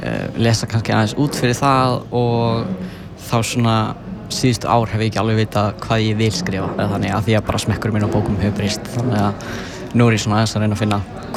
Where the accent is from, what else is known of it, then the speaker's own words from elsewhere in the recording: Northwestern Region, Iceland; now in Akureyri, Iceland; Nei, ég er frá Vatnsnesi, rétt hjá Hvammstanga. Þannig að ég flutti hingað fyrst á Akureyri þegar ég var að byrja í Vaffema.